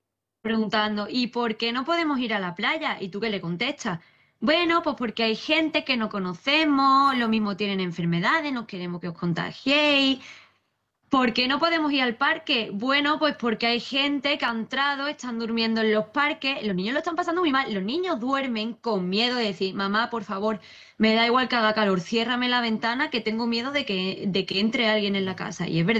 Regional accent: Spain; porque somos españoles.

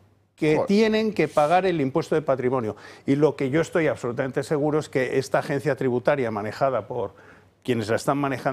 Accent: Spain; al igual que nosotros, que somos españoles, que paguen su

